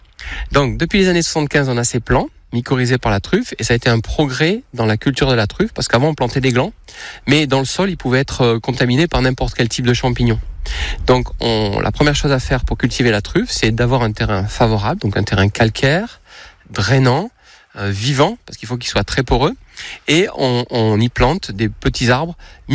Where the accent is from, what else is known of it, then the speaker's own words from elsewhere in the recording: Nouvelle-Aquitaine, France; parce que je suis originaire du Périgord, et mes grands-parents, mes arrière-grands-parents avaient des fermes en Périgord